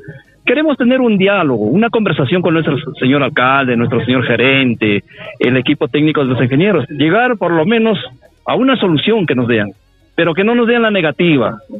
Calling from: Peru

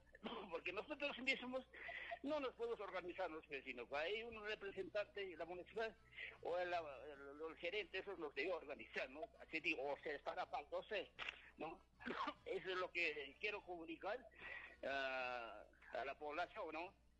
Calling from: Peru; Estoy llamando desde Rosas Pata

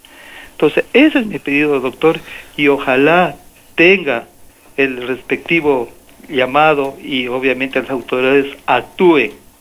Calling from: Loja, Ecuador; Le estoy llamando desde el Cantón Paltas.

